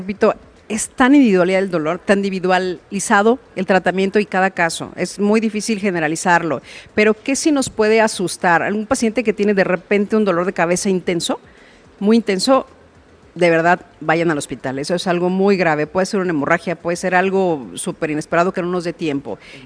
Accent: Mexico; somos los mexicanos

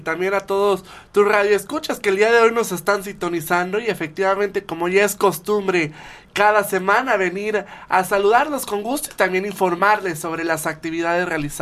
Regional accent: Mexico

